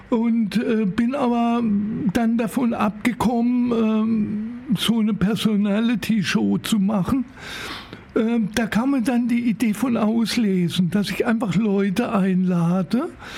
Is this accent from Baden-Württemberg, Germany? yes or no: yes; Baden-Baden, Baden-Württemberg, Germany; Also, bin ein richtiger Schwarzwälder, bin dann aber Kurstädter geworden. Ich bin in Baden-Baden aufgewachsen